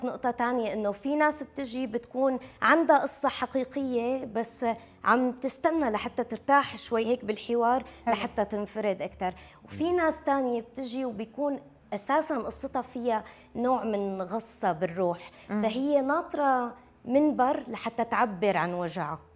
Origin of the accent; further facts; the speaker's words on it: Syria; إلنا كسوريين